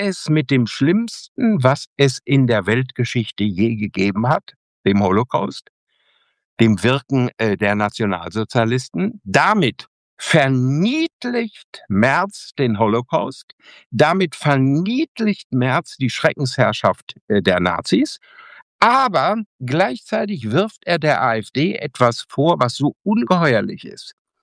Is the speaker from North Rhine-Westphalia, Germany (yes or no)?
yes; North Rhine-Westphalia, Germany; Donnerstag, der 8. Oktober bin ich in Bünde in Westfalen, in meiner Heimat Ostwestfalen in der Stadthalle.